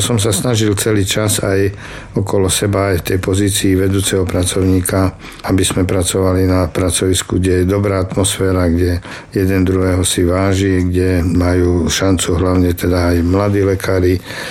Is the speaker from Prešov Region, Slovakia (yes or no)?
yes; Prešov, Prešov Region, Slovakia; medzi svojimi doma v Prešove, kde som si to vychutnal.